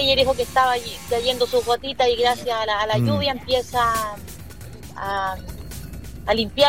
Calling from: Isla de Maipo, Santiago Metropolitan Region, Chile; de parte de … de Isla de Maipo.

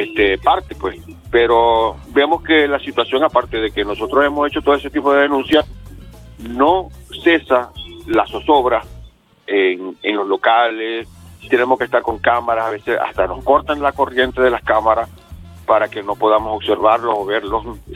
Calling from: Tomé, Biobío, Chile; Aquí de Tomé.

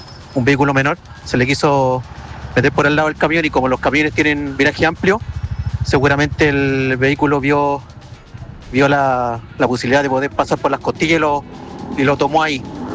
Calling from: Quilpué, Valparaíso, Chile; Radio Bio Bio … de Quilpué.

